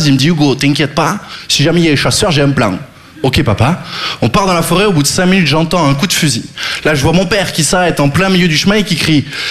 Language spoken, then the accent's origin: French; Occitanie, France; Je viens du sud, j'ai grandi dans le Gard. Le Gard, vous connaissez ? Disneyland pour les chasseurs ?